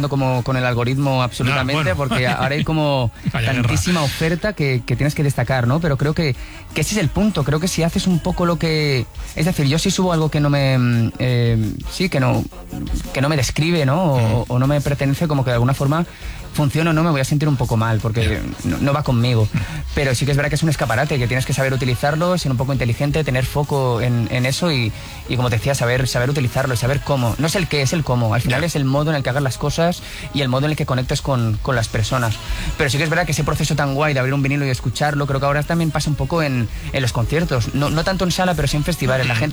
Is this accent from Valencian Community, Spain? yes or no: yes; Valencian Community, Spain